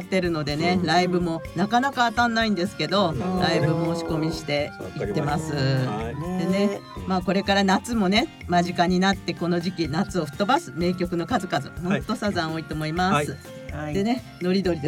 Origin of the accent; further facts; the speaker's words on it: Miyazaki, Japan; now in Tokyo, Japan; 私もともと地元は宮崎なんですけど、宮崎から東京に出てきて早、まあ、40数年経ちました。